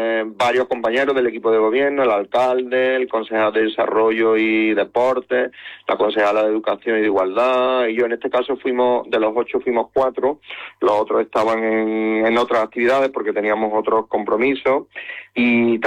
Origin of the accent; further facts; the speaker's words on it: Ochavillo del Río, Andalusia, Spain; now in Fuente Palmera, Spain; soy nativo de allí, aunque ahora vivo aquí en Fuente Palmera